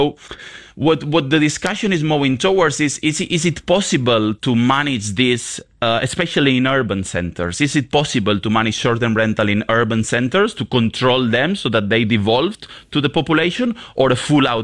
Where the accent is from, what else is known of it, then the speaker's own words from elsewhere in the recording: Balearic Islands, Spain; I'm originally from Mallorca. Last summer, my family lives in the old town of Palma, and I went to visit there